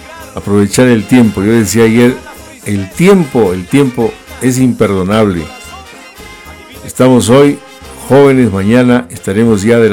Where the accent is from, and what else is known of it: Gualaceo, Azuay, Ecuador